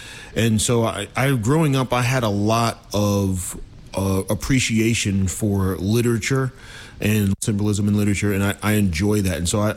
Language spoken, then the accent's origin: English; Stewartsville, Virginia, United States; I grew up in Bedford County, Stuartsville.